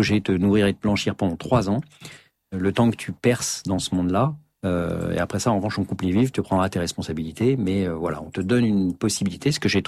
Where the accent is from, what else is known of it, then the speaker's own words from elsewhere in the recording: Ville-d'Avray, Île-de-France, France; j'ai grandi à Ville d'Avray. J'ai passé les 20 premières années de ma vie à Ville d'Avray.